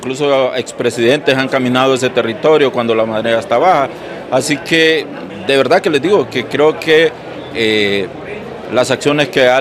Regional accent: Honduras; como buenos pacifistas que somos los hondureños

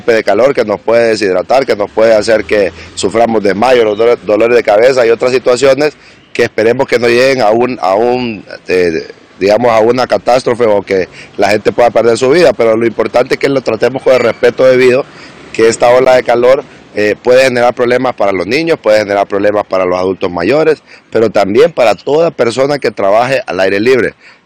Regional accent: Honduras; Nosotros los hondureños

